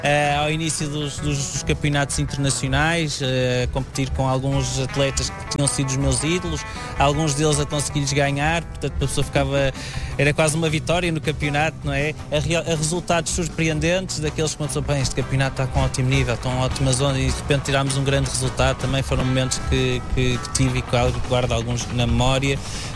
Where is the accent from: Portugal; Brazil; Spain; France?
Portugal; Porto, Norte; Eu sou do Porto